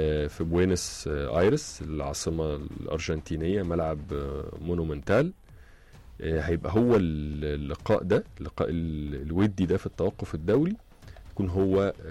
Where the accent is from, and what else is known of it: Egypt